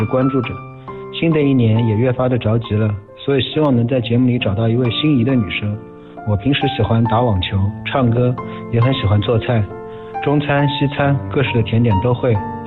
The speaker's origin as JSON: {"language": "Chinese", "town": "Nanjing", "region": "Jiangsu", "country": "China", "said": "我是南京人"}